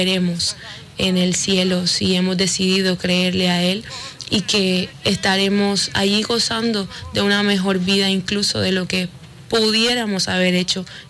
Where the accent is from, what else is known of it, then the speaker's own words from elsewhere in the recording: Colombia; Yo soy de Colombia